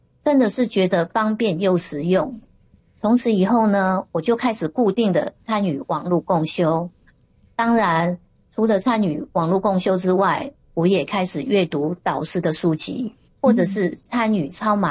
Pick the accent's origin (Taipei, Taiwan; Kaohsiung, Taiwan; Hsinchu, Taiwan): Hsinchu, Taiwan